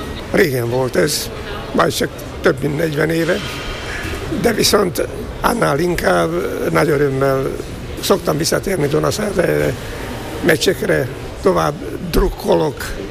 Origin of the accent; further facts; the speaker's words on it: eastern Slovakia, Slovakia; moved away; mivel keleti származású vagyok.